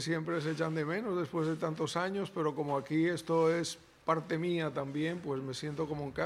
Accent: Santo Domingo, Distrito Nacional, Dominican Republic; moved away as an adult; now in Villaviciosa, Spain; Yo soy hijo de asturianos, mi madre es de Amandi y nací en República Dominicana, en Santo Domingo.

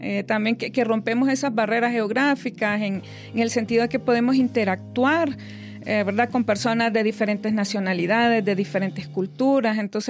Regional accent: Honduras; del español hondureño

